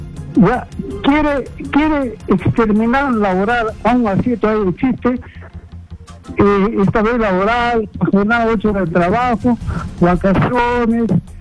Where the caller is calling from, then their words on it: Arequipa, Peru; Estoy llamando acá cerca de Arequipa, amigo.